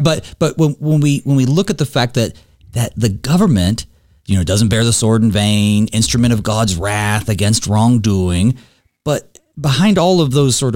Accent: Winston-Salem, North Carolina, United States; I'm a Southern boy. You're in Gainesville. I'm from Winston-Salem, North Carolina.

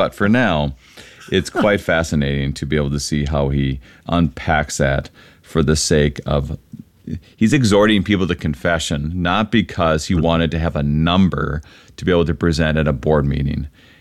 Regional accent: Wadena, Minnesota, United States; moved away; the church that I grew up at in St. John and Wadena.

